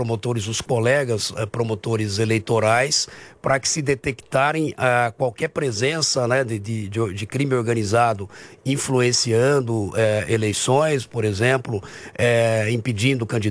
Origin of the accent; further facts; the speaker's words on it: Brazil; Sou brasileiro